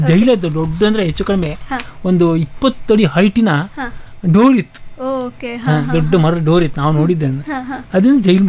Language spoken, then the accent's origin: Kannada; Hosanagara, Karnataka, India; ನಾನು ಹೊಸನಗರದ ಓದ್ನವರೇ ಆದ್ರಿಂದ ಹೊಸನಗರದಲ್ಲಿ ಇದು ಹೇಗಿತ್ತು, ಹೇಗೆ ನಡೀತಿತ್ತು ಅಂದರೆ, ಹೊಸನಗರ ಒಂದು ತುಂಬ ಚಿಕ್ಕ ಹಳ್ಳಿನೇ ಆ ಲೆಕ್ಕದಲ್ಲಿ ಅವಾಗ, ಮತ್ತು ಸಾಕಷ್ಟು ಮುಳುಗಡೆಯಿಂದ ಮುಳುಗೋದಂಥ ಪ್ರದೇಶ.